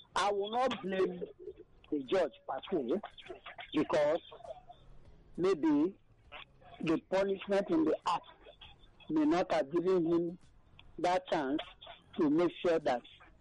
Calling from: Abuja, Federal Capital Territory, Nigeria; I'm calling from Abaoja.

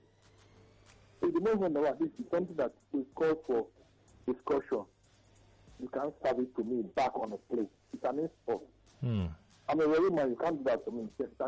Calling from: Warri, Delta, Nigeria; Like I told you, I'm from Wari, from the other state.

